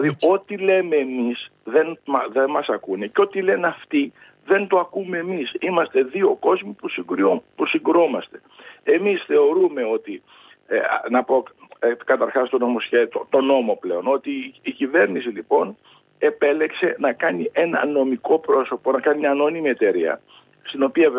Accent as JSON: {"language": "Greek", "town": "Drama", "region": "Eastern Macedonia and Thrace", "country": "Greece", "said": "Κοιτάξτε, εγώ είμαι από τη Δράμα, ξέρετε ότι έχουμε το σπουδαιότερο δασικό συγκρότημα που έχει η χώρα"}